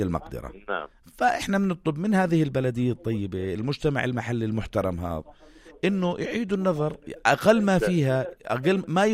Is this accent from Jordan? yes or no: yes; Jordan; عندنا بالأردن